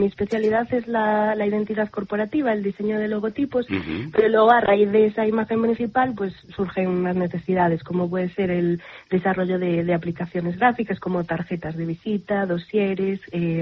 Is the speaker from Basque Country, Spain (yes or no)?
no; Pontedeume, Galicia, Spain; hacerlo desde Pontedeume, desde mi pueblo